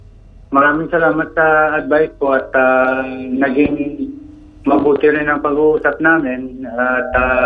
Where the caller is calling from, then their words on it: Bacolod, Negros Island Region, Philippines; ng Bacolo City.